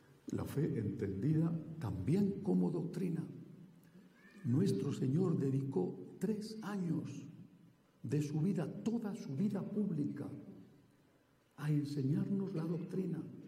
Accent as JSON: {"language": "Spanish", "region": "Castile", "country": "Spain", "said": "en los pueblos, sobre todo de mi tierra, de Castilla"}